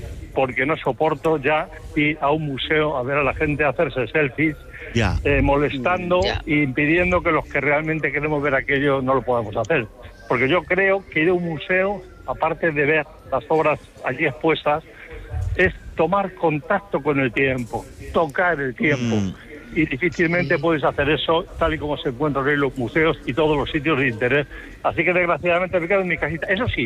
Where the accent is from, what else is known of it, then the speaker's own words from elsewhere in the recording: Spain; now in France; No, yo resido aquí. Soy español, pero resido en Francia.